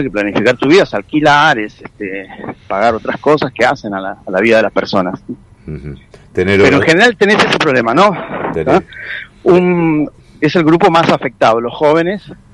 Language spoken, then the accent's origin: Spanish; Argentina